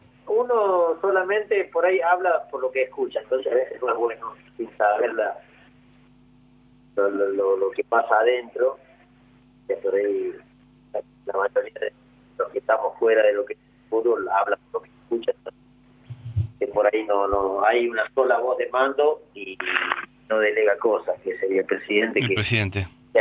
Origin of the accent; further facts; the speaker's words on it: Córdoba, Argentina; Yo soy hincha de Boca y soy cordobés y Contrera